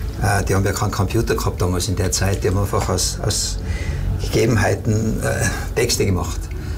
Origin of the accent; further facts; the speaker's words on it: Tyrol, Austria; born there; accent: Tiroler Mundart; Weil ich aufgewachsen bin am Berg, auf der Hütte